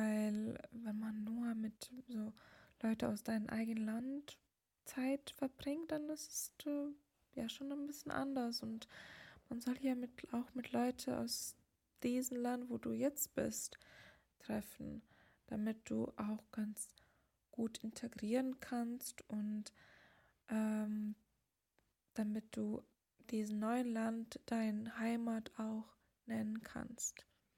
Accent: Lithuania; German is a second language; moved away as an adult; now in Berlin, Germany; ich bin noch in Litauen groß geworden, ich bin da sozialisiert geworden

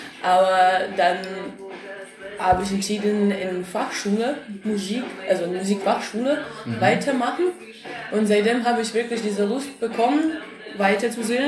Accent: Kharkiv, Kharkiv Oblast, Ukraine; German is a second language; moved away as an adult; now in Germany; Also, meine Heimatland ist Ukraine. Ich komme aus Stadt, der heißt Kharkiv. Mhm. Und ich bin seit Kriegsanfang nach Deutschland umgezogen. Und in April jetzt war 4 Jahre, als ich schon in Deutschland wohne.

